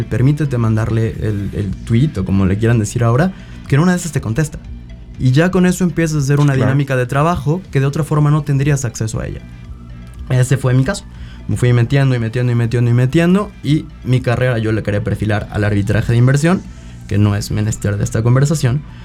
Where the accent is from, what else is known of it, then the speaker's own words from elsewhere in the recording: San Luis Potosí, Mexico; siendo mexicano, siendo potosino